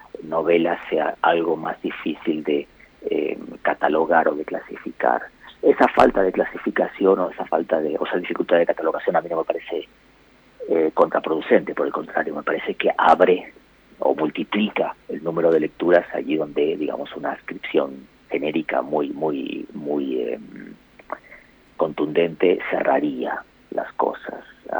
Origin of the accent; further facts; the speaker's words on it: Argentina; moved away; Iba a decir que más allá de que mi acento haya cambiado, que yo lleve hasta el más tiempo viviendo fuera de Argentina que en el país